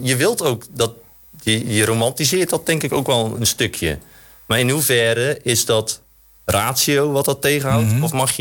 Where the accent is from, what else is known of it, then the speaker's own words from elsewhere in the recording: Dordrecht, South Holland, Netherlands; ik voel me wel echt een Dordtenaar. Ik ben echt een Dordtofiel, zoals ze dat zeggen.